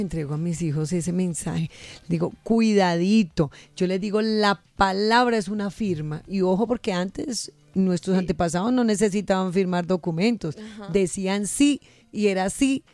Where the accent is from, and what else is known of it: Colombia